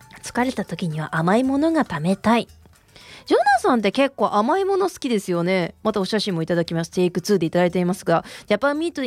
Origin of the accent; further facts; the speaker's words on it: Himeji, Hyogo, Japan; あと私姫路出身なんですけれども、